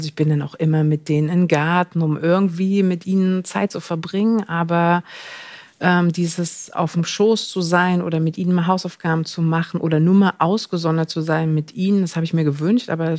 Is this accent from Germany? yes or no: yes; East Germany, Germany; Also ich bin halt im Osten groß geworden und wie viele Lebensläufe im Osten ganz früh in die Kita gegeben worden, Vollzeit, also mit 8 Monaten in die Kita, mit 9 Monaten trocken.